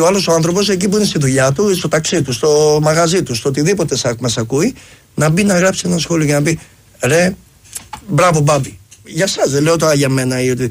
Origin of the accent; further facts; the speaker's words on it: Amaliada, Western Greece, Greece; Από την Αμαλιάδα. Βασικά με την Κυλίνη. Σαροχώρη τη Κυλίνη.